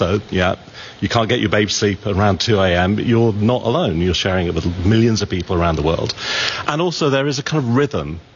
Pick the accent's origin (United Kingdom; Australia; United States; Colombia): United Kingdom; England; I grew up in England, did not grow up with proms